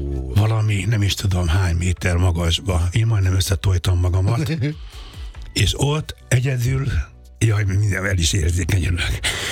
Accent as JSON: {"language": "Hungarian", "region": "Budapest", "country": "Hungary", "tie": "born or raised there", "said": "én a Népstadion mellett nőttem fel a Stefánián."}